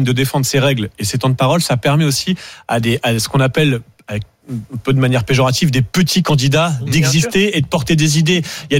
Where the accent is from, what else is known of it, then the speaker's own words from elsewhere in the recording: France; En France, on a en effet, on est français, on est comme ça, on a plus de courants, d'idées.